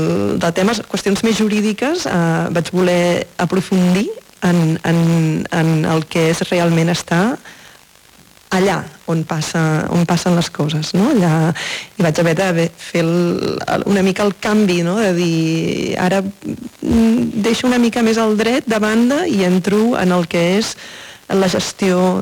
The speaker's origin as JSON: {"language": "Catalan", "town": "Girona", "region": "Catalonia", "country": "Spain", "tie": "born or raised there", "also_born_or_lived": "Barcelona", "said": "Vaig néixer a Barcelona i, sí. I vaig créixer a Girona."}